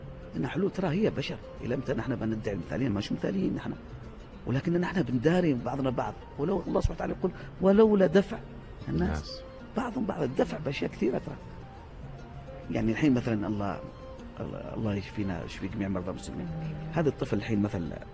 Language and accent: Arabic; Oman; نحن كمسلمين. عرب كعمانيين